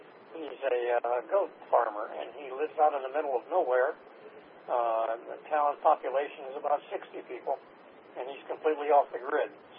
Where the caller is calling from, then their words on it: Florida, United States; from South Florida.